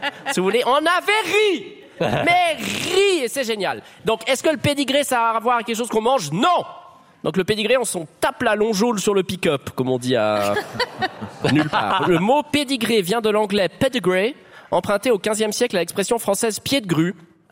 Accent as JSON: {"language": "French", "region": "Geneva", "country": "Switzerland", "tie": "born or raised there", "said": "moi, j'ai grandi, même si j'ai grandi à Genève, mes deux parents sont vaudois, donc j'ai été élevé dans un foyer vaudois."}